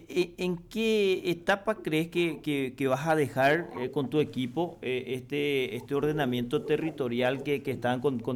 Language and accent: Spanish; Pilar, Ñeembucú, Paraguay; los que somos acá de Pilar